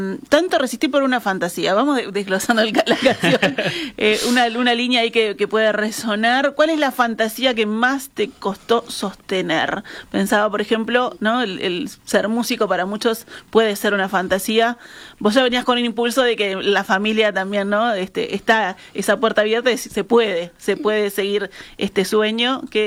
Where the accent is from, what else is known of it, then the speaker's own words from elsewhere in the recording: Uruguay; Tiene que estar bueno el mate, porque soy uruguayo